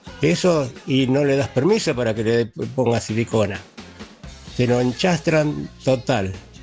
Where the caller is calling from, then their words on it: Mercedes, Buenos Aires Province, Argentina; de acá de Mercedes